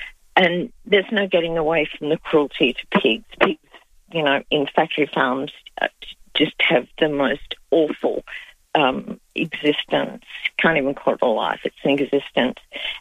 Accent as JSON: {"language": "English", "town": "Adelaide", "region": "South Australia", "country": "Australia", "tie": "born or raised there", "moved": "yes", "said": "Adelaide is my hometown"}